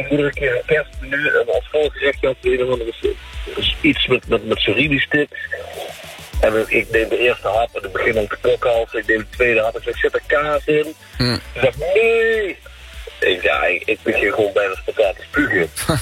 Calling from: Netherlands; Ja, ik ben een Nederlander

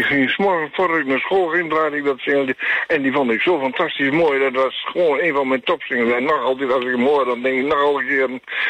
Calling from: Steenwijk, Overijssel, Netherlands; ja, ik kom uit Steenwijk.

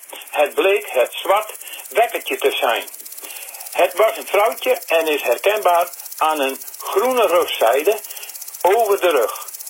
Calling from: Dronten, Flevoland, Netherlands; uit Dronten.

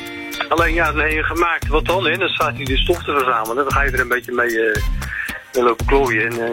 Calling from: Katwijk, South Holland, Netherlands; Ik woon er al een tijdje

